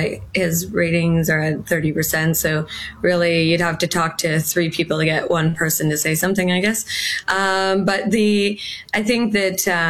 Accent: Sault Ste. Marie, Ontario, Canada; I grew up in Sault Ste. Marie

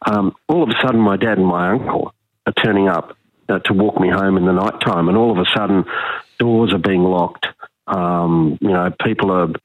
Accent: Perth, Western Australia, Australia; I grew up in Perth, and I was in primary school. I was 8 years old

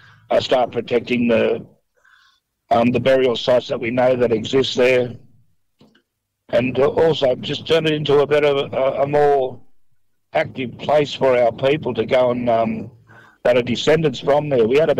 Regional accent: Gunnedah, New South Wales, Australia; I'm from Gunnedah. … I'm on the Giyinbarai clan of the Gomeroi Nation.

